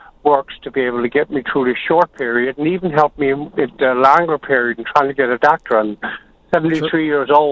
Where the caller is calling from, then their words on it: Flat Rock, Newfoundland and Labrador, Canada; I'm from Flat Rock.